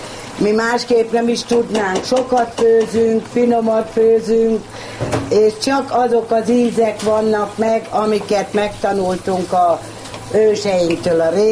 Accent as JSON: {"language": "Hungarian", "town": "Dunakeszi", "region": "Pest", "country": "Hungary", "tie": "born or raised there", "said": "Igen, én már kisgyerek, épp hogy csak ott megszülettem, de itt nőttem föl Dunakeszin az egész család."}